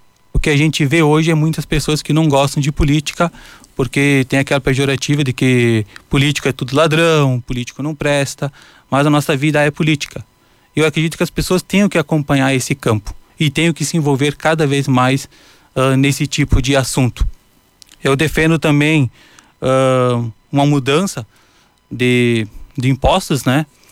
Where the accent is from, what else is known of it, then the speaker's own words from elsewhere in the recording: Encantado, Rio Grande do Sul, Brazil; Eu nasci aqui em Encantado, sou morador do bairro Porto 15 e passei minha infância inteira aí na Prainha do Picão